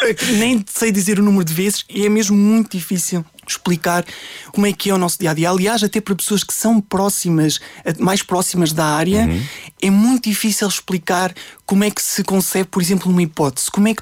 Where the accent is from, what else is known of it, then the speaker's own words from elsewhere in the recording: Norte, Portugal; born there; moved away as an adult; now in Lisbon, Portugal; E por isso é que eu digo que sou um lisboeta transmontano. Isto quase que parece uma traição às raízes.